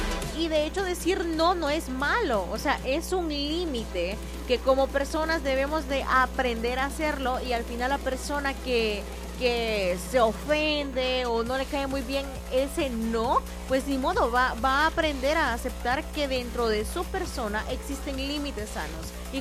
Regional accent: El Salvador; es algo que nos caracteriza como salvadoreños

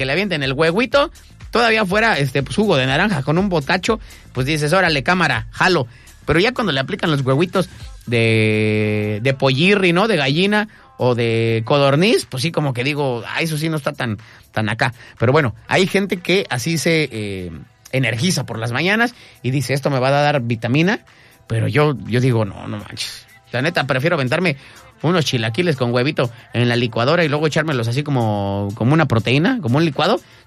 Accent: Mexico City, Mexico; moved away; allá en la Capirucha, de donde soy yo y en el Establo de México

